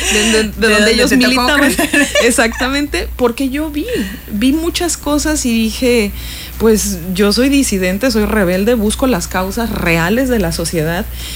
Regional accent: Guerrero, Mexico; Yo soy del estado de Guerrero

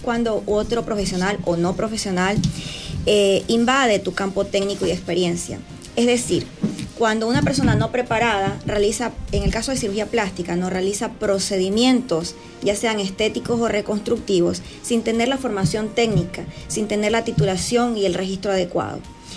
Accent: Chone, Manabí, Ecuador; also born or lived in Argentina; Soy oriunda de Chone.

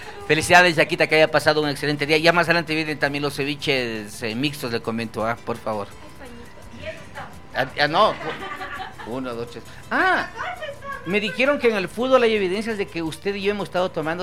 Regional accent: Ecuador; somos ecuatorianos

